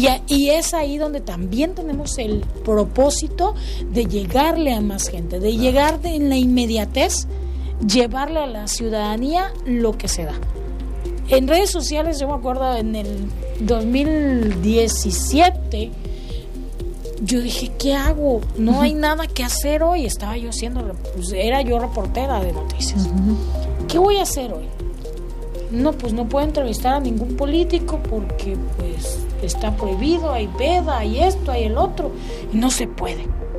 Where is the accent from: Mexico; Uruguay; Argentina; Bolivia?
Mexico; Tabasco; ¿cómo somos los tabasqueños? Somos irreverentes, somos alegres